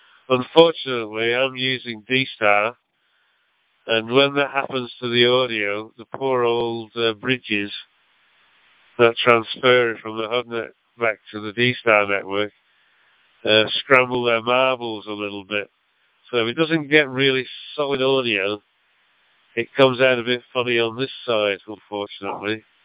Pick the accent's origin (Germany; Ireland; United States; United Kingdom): United Kingdom; North West England; now in Australia; I'm not from the city of Manchester. I'm a good bus ride away, closer to Rochdale and Bury and Oldham. That would be closer to where I used to live, but I used to live in a smaller township between that lot.